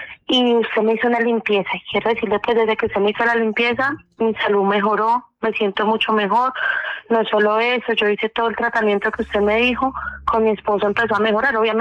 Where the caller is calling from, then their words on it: Manzanares, Caldas, Colombia; De Manzanares Caldas.